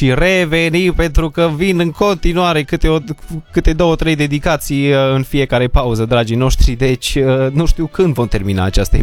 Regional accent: Transylvania, Romania; Merge și amu aici pe Radio Sorus, că suntem ardeleni până la urmă.

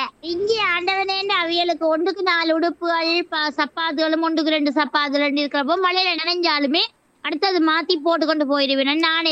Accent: India; born there; moved away; இந்தியாவில் நான் அப்பா கூட இருந்த ஒரு இடத்துல

